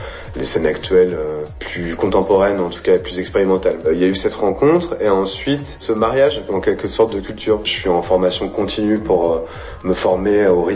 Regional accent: France; now in Belgium; Je suis français qui vit en Belgique depuis bien 16 ans.

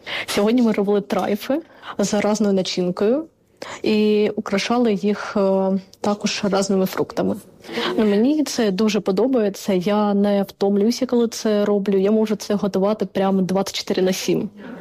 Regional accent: Kharkiv, Kharkiv Oblast, Ukraine; now in Vinnytsia, Ukraine; Я сама з Харкова, але з 22-го року я знаходжусь у місті Вінниця.

